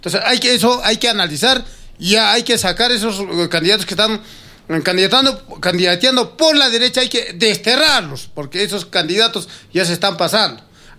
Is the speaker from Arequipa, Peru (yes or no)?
yes; Arequipa, Peru; born there; Yo me considero arequipeño. ¿Por qué? Porque yo nací acá, mi madre es de Chivay.